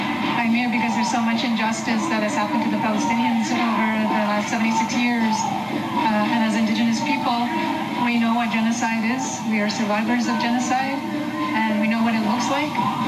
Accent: Kanesatake, Quebec, Canada; I'm from the Kanyakahaga community, Ganasagahe, which is north of Montreal.

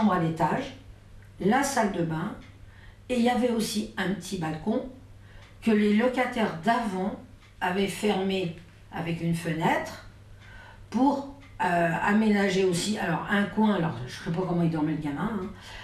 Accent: Champigny-sur-Marne, Île-de-France, France; Je suis née à la Cité Jardin, dans l'autre cour, donc au domicile de mes parents.

